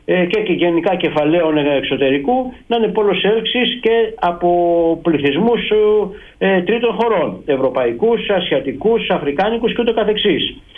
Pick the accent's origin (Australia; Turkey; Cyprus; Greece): Cyprus; Paphos District; και στη Δυτική, στην Πάφο, στα μέρη μας